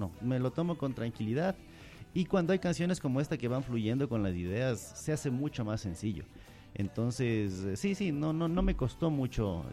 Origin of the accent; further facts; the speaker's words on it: Quito, Pichincha, Ecuador; la ciudad de Quito, de lo que somos los quiteños